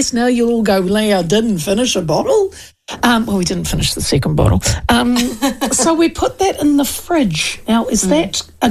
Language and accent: English; Hawke's Bay, New Zealand; Well done, my hometown.